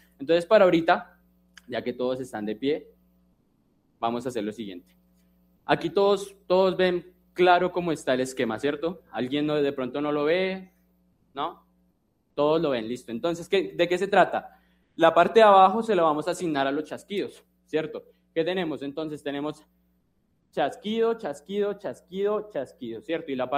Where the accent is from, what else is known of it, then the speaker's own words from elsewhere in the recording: Bogotá, Colombia; aquí yo soy Rolo, la verdad.